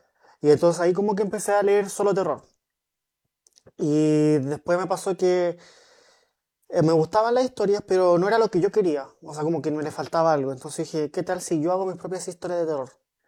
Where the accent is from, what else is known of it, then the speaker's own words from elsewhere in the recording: Tomé, Biobío, Chile; also born or lived in Los Ángeles, Chile / Concepción, Chile; Estudié acá en Tomé toda mi vida, hasta que me fui a Conce, a la universidad. Estudié en la Margarita Nosó, sé que está en el centro, toda la básica, y después pasé al Liceo Vicente Palacios.